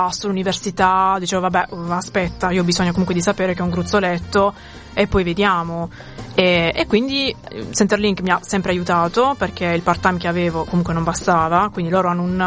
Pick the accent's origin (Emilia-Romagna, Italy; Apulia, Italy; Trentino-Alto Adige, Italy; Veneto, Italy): Apulia, Italy; Molfetta; moved away as an adult; now in Adelaide, Australia; Ovviamente io vengo da Molfetta, che è una città piccolissima di 60.000 abitanti probabilmente.